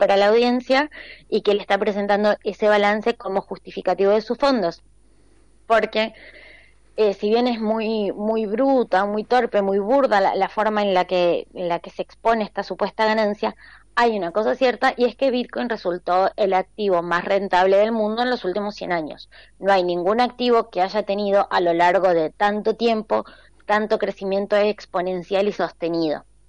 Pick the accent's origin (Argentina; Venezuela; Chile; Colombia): Argentina; de eso sabemos un montón en Argentina